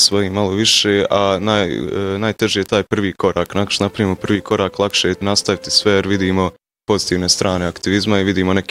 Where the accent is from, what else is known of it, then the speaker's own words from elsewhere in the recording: Tešanj, Federation of Bosnia and Herzegovina, Bosnia & Herzegovina; dolazim iz Tešnja, imam 15 godina i učenik sam gimnazije Musa Ćazbićat.